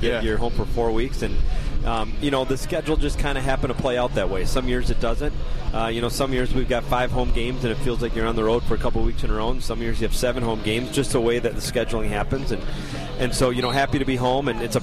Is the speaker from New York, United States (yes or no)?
no; Greeley, Colorado, United States; born there; I was born in Greeley, as many don't know.